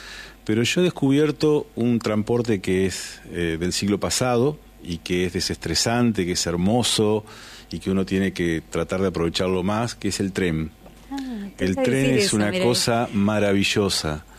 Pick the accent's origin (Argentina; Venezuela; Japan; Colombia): Argentina; Concepción del Uruguay, Entre Ríos; nosotros como uruguayenses, concepcioneros, en fin, como les guste el gentilicio